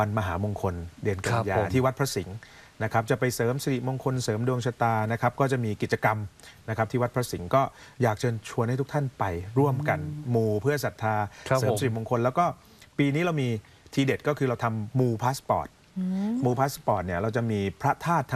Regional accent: Southern Thailand, Thailand; ผมเป็นคนใต้

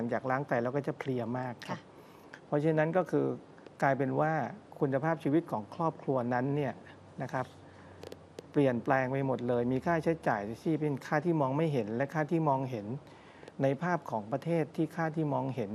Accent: Nakhon Si Thammarat, Thailand; ในพื้นที่ของเราจริงๆที่เป็นชาวนครศรีธรรมราชก็จะมีดวงตานะครับที่เราได้รับการปลูกถ่าย

